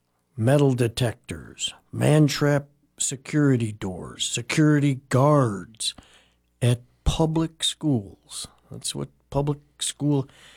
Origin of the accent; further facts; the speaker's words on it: Chicago, Illinois, United States; when I grew up in Chicago